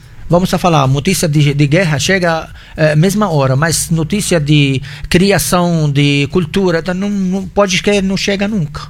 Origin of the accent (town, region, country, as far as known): Lebanon; born or raised there; Portuguese is a second language; moved away as an adult; now in Brazil